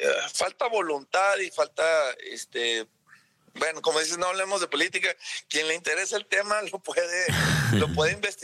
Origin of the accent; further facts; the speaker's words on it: Mexico; fuera de México los mexicanos somos mexicanos.